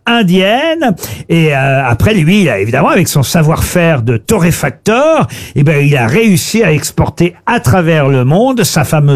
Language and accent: French; Normandy, France; Moi, chez moi, en Normandie, c'était le père Lapouc.